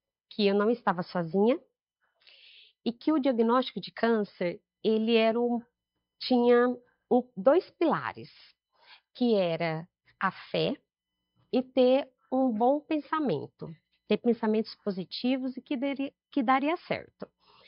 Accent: Barretos, São Paulo, Brazil; tenho 43 anos, sou daqui de Barretos mesmo.

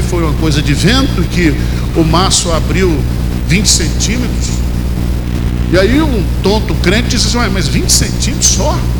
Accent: Bahia, Brazil; eu que sou baiano gostei muito

